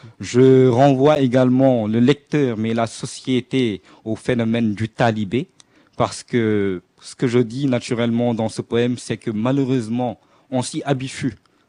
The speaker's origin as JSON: {"language": "French", "country": "Senegal", "said": "je parle du Sénégal, qui est ma patrie, bien sûr."}